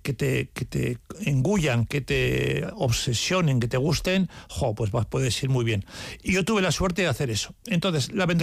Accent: Bilbao, Basque Country, Spain; now in San Sebastián, Spain; mi familia y yo también éramos o somos de Bilbao, éramos de Bilbao, vivo aquí en Donosti, pero toda mi familia es de allí.

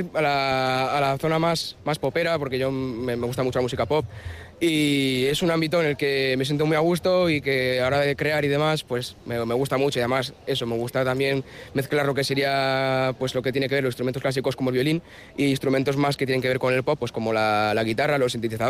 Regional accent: San Sebastián, Basque Country, Spain; soy de aquí, de San Sebastián, estudio en Musikene

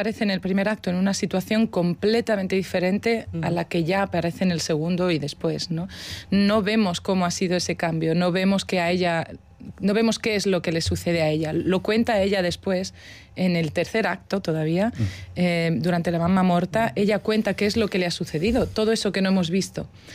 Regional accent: Madrid, Community of Madrid, Spain; Sí, soy de Madrid.

